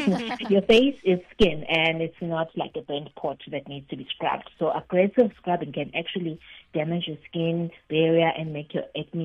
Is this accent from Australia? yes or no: no; Durban, KwaZulu-Natal, South Africa; I'm from Durban.